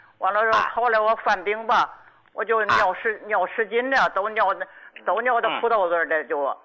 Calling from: Qinhuangdao, Hebei, China; 我是秦皇岛的。

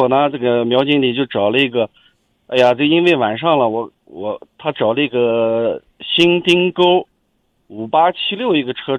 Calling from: Ürümqi, Xinjiang, China; 我是乌鲁木齐的

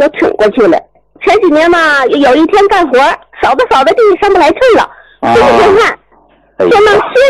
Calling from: Hebei, China; 我是河北的。

